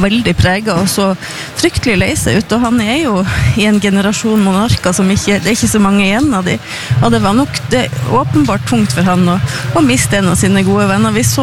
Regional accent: Northern Norway, Norway; snakket om et fjell oppe I nord, der jeg kommer fra, hvis det lov å si.

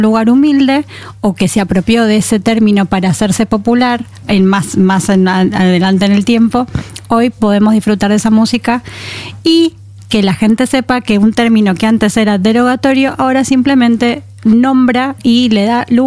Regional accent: Buenos Aires, Argentina; Digo shh, ese shh es ya. Porque vengo de Buenos Aires.

